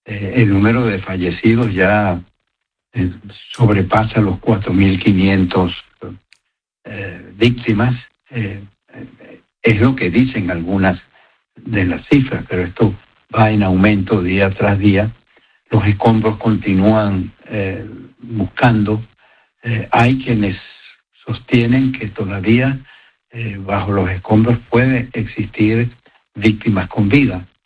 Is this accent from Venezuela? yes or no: yes; Venezuela; moved away; Por supuesto que somos los venezolanos los que lo sufrimos.